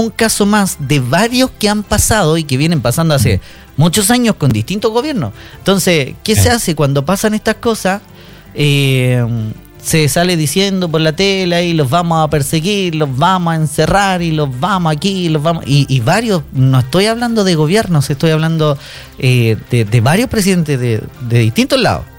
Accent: Chile; nos golpea a todos como chilenos

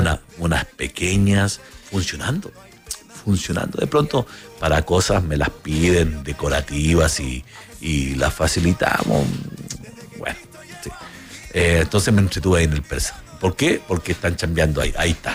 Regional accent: Chile; moved away; una palabra que es muy propia tan chilena

